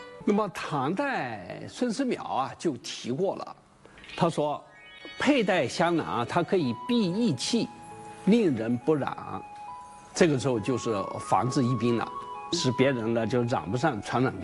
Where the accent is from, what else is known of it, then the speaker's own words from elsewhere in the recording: China; 这是我们中国人的一种智慧